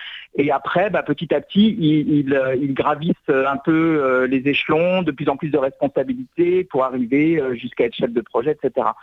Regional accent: France; also born or lived in Burkina Faso; En fait, je suis française d'origine et j'ai vécu une grande partie de ma vie au Burkina Faso.

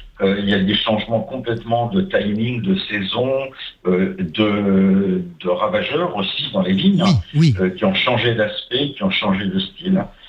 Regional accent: Reims, Grand Est, France; born there; now in Saint-Gély-du-Fesc, France; je suis né à Reims.

